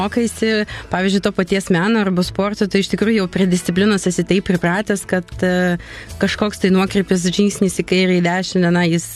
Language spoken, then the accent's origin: Lithuanian; Šalčininkai, Vilnius County, Lithuania; moved away as an adult; Taip, aš pati esu kilusi iš Šalčininkų ir baigiau ten vidurinę mokyklą, meno mokyklą.